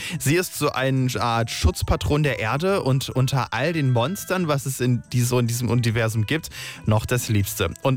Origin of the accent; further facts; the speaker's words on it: Northern Germany, Germany; Aber bei uns im Norden, da sagen wir Viertel vier, nicht?